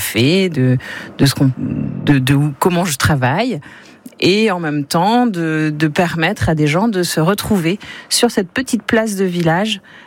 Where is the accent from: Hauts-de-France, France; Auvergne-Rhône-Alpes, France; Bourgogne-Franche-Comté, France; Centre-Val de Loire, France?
Hauts-de-France, France; La Chaussée-Tirancourt; La chaussée Tirancourt, c'est mon village de cœur. C'est là où j'ai grandi. Et malheureusement, c'est un village aujourd'hui dans lequel il n'y a plus de commerce, il n'y a plus de point de rendez-vous pour les gens, il n'y a plus de lieu de société, en fait.